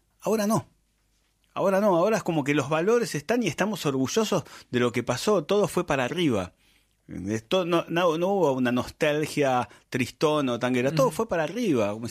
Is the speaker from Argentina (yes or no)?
yes; Argentina